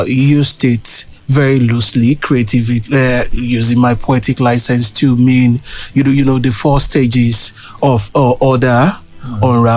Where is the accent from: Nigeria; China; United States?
Nigeria; first as an individual, and then as a Nigerian, then as an African, as a global citizen